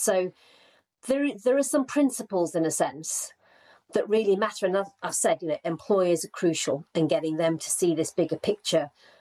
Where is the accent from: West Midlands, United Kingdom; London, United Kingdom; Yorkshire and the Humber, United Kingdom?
Yorkshire and the Humber, United Kingdom; Rotherham; You know, I always said I never met a lawyer growing up in Rotherham.